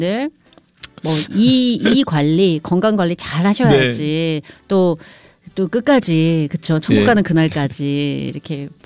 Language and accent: Korean; Gangwon, South Korea; 사실 우리는 강원도 사람이잖아요.